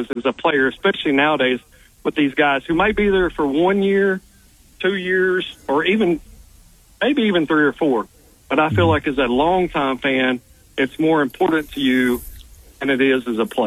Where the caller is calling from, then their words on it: White Hall, Arkansas, United States; I'm 44. Me and you, Trey, we're about the same age. I'm from Whitehall.